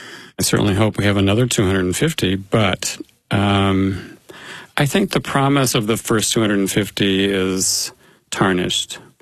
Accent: Denver, Colorado, United States; When I grew up in Denver in the 1950s, all seemed relatively glorious.

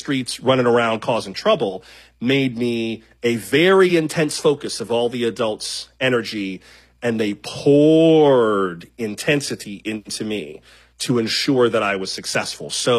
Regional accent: Florida, United States; Yeah, and I grew up in South Florida. I'm from Palm Beach County

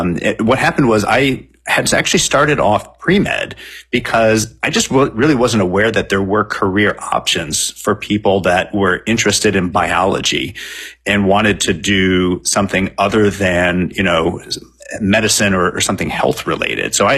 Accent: Champaign-Urbana, Illinois, United States; born or raised there

